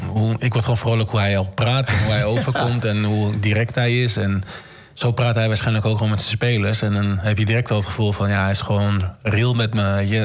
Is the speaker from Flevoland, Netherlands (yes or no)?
yes; Almere, Flevoland, Netherlands; Ik hou van Almere natuurlijk, ik kom van Almere.